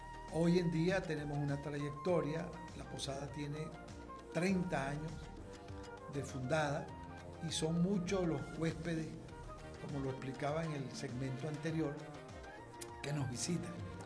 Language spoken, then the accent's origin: Spanish; Caracas, Capital District, Venezuela; born there; Yo soy egresado de Fe y Alegría en Caracas.